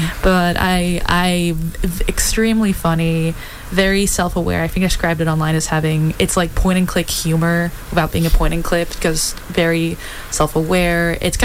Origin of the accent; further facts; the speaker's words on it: Australia; I'm also Australian, by the way. I just talk like this.